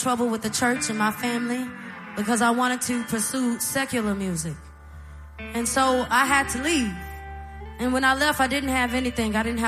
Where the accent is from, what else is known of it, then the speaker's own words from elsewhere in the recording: Memphis, Tennessee, United States; You know, we come from Memphis, Tennessee. That is exactly where my sisters and I were born and raised.